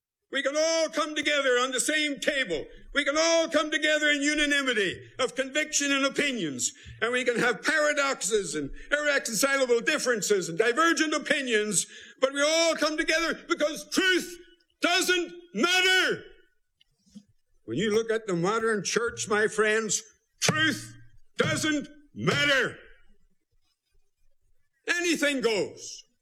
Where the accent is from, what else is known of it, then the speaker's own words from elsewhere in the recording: Belfast, Northern Ireland, United Kingdom; They had a funeral for him in Belfast, my hometown.